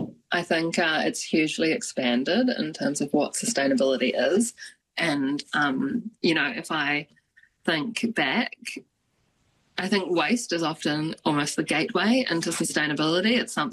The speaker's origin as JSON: {"language": "English", "country": "Brunei", "tie": "born or raised there", "moved": "yes", "said": "I grew up in Brunei, which is a tiny little country near Singapore. And there's this place called Kampong Aya there, which is a water village."}